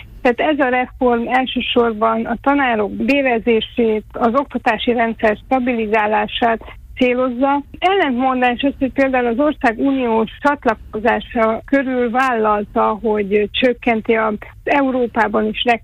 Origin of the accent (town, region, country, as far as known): Transylvania, Romania